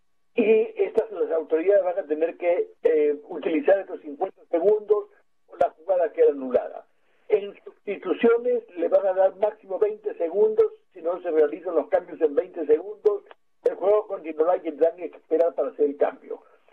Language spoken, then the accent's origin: Spanish; Peru